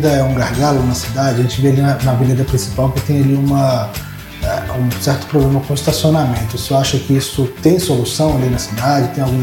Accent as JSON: {"language": "Portuguese", "town": "Brasília", "region": "Federal District", "country": "Brazil", "said": "porque a gente é daqui de Brasília"}